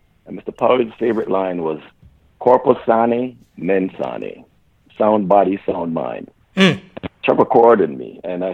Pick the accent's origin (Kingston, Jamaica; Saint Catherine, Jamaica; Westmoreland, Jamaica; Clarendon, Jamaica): Saint Catherine, Jamaica; Linstead; born there; Again, I was born in Linstead to a humble family.